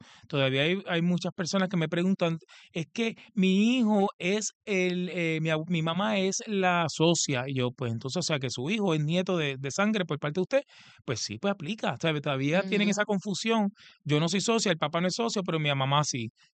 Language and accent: Spanish; Aguas Buenas, Puerto Rico; los parques hacia mi pueblo Aguabuena